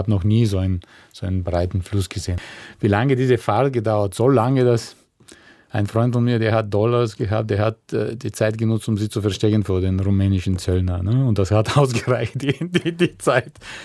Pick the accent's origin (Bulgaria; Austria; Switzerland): Bulgaria; Thrace; Naja, ich bin ein Kind des Südens, also in Thrakien. Das liegt zwischen den Rhodopengebirge und Balkangebirge.